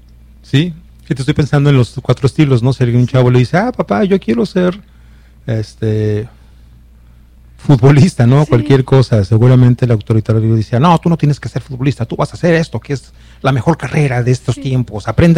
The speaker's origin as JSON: {"language": "Spanish", "town": "Guadalajara", "region": "Jalisco", "country": "Mexico", "said": "Se nota que soy de Guadalajara."}